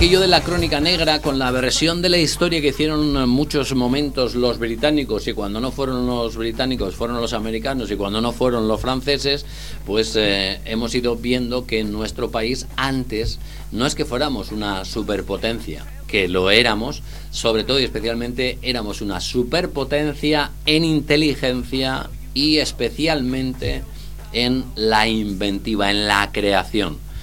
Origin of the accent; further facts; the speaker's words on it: Spain